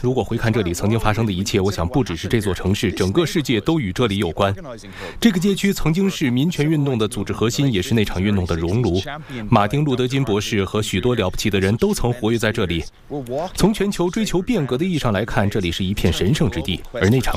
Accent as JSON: {"language": "Chinese", "town": "Dublin", "region": "Leinster", "country": "Ireland", "said": "当然，我来自爱尔兰都柏林，还没准备好开口就说亚里"}